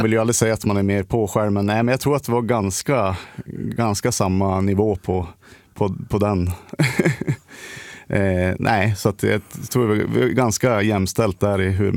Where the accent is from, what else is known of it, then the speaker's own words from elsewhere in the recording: Västernorrland County, Sweden; jag är ju uppväxt alldeles vid Ångermanälven, bara några hundra meter ifrån